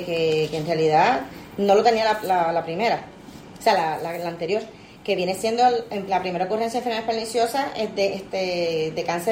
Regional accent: Ponce, Puerto Rico; Pues yo vengo de Ponce.

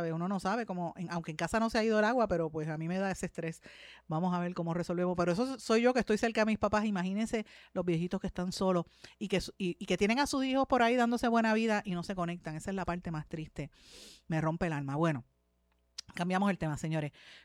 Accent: Puerto Rico; Yo soy puertorriqueña ante todo, yo amo a mi país.

